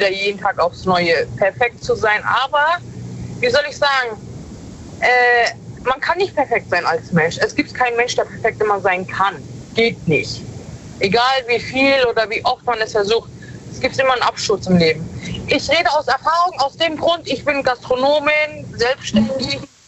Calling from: Sankt Martin, Rhineland-Palatinate, Germany; Ich bin aus Rheinland-Pfalz.

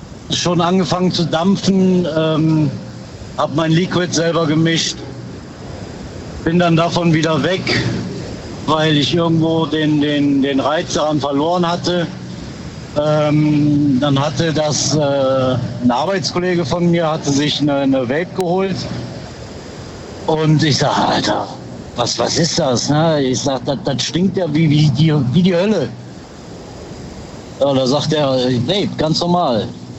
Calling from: Düren, North Rhine-Westphalia, Germany; Immer noch aus Düren.

